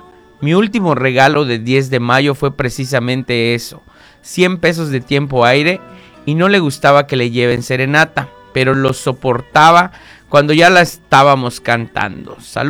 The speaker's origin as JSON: {"language": "Spanish", "country": "Venezuela", "said": "Soy de Venezuela, fíjate."}